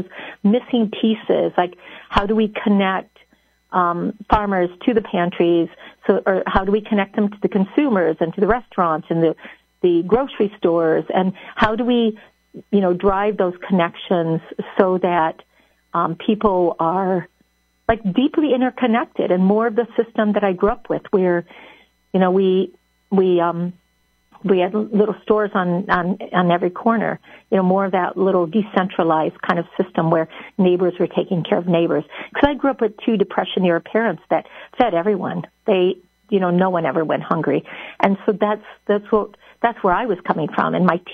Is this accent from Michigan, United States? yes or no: yes; Allegan, Michigan, United States; Well, you know, I grew up in Allegan on a small dairy farm.